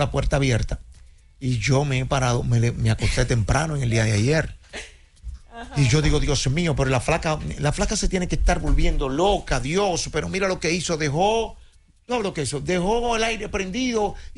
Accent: Villa Altagracia, San Cristóbal, Dominican Republic; now in Santo Domingo, Dominican Republic; yo que soy Villa Altagraciano, hablando

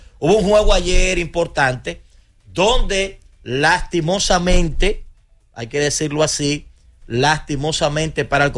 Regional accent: Santo Domingo, Dominican Republic; Pero Huella está más cerca del Caliche, que fue donde me crié.

